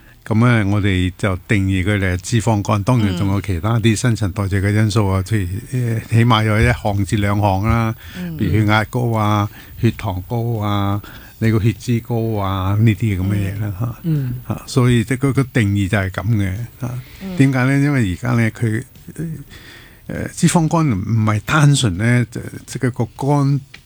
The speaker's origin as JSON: {"language": "Cantonese", "country": "Hong Kong", "said": "我哋香港人"}